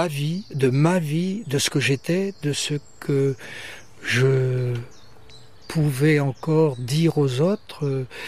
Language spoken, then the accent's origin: French; Guimiliau, Brittany, France; moved away as an adult; now in Lampaul-Guimiliau, France; je suis né à Guimillot, la maison la plus proche de l'enclos paroissial